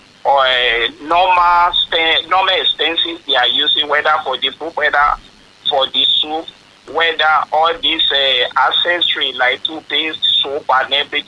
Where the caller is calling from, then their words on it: Ojo, Lagos, Nigeria; I'm calling from Ojo side.